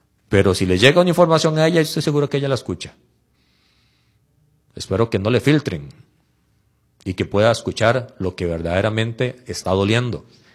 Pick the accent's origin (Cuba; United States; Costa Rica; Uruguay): Costa Rica; aquí todos somos costarricenses por nacimiento o por escogencia, pero todos somos costarricenses.